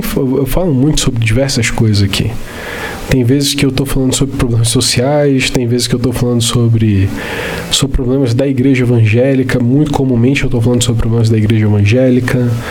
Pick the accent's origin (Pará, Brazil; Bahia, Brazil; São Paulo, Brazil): Pará, Brazil; Belém; born there; moved away; eu cresci em Belém do Pará, mesmo não sendo paraense de nascimento, né? Boa parte da minha vida foi, não foi minha vida toda lá, mas uma boa parte da minha vida foi lá.